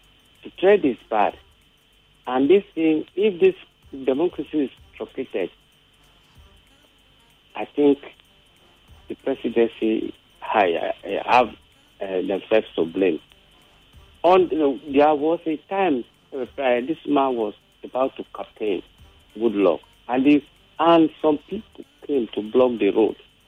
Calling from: Mowe, Ogun, Nigeria; from Mowe.

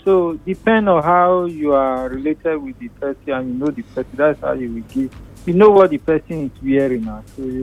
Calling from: Lagos, Nigeria; I'm calling from Lekki.

